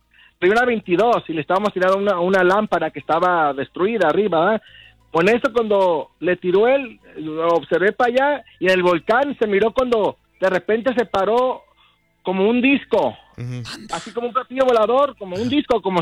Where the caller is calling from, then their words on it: Tepames, Colima, Mexico; soy de Tepames